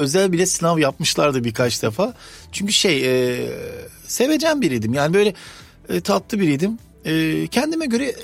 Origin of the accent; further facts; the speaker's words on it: Istanbul, Turkey; Ben 1977 doğumluyum, İstanbul doğumluyum ve baba tarafım göçmen, Makedonyalı. Aslen Arnavutluk ve daha sonra Makedonya'ya gelmişler.